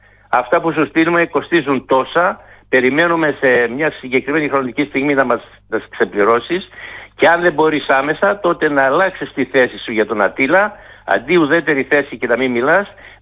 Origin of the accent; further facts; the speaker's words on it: Chios, North Aegean, Greece; από την πατρίδα μου τη Σχύο